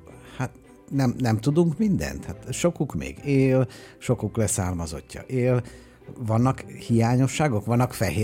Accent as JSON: {"language": "Hungarian", "town": "Dunaújváros", "region": "Fejér", "country": "Hungary", "tie": "born or raised there", "said": "ha elárulom neki, hogy én dunaújvárosi vagyok tulajdonképpen"}